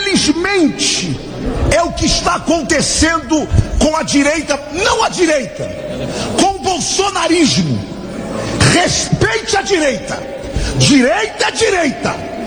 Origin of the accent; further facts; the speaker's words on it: Rio de Janeiro, Brazil; Agora eu sou do Rio.